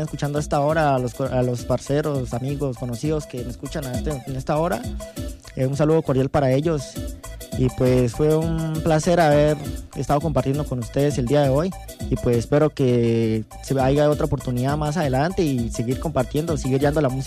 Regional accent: Morales, Cauca, Colombia; Yo vengo aquí de la vía Cañaveral de aquí de Morales, Cauca.

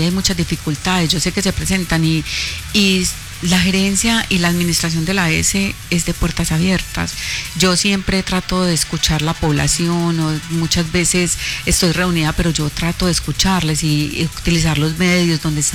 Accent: Remedios, Antioquia, Colombia; yo soy remediana, yo no soy de otro lado, yo soy de acá del pueblo, estudio en el pueblo

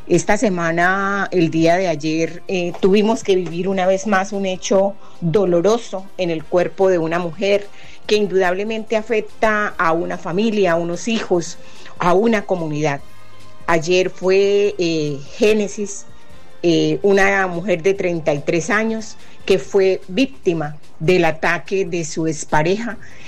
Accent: Santander, Colombia; Quiero hablarles, como mujer, como santandereana

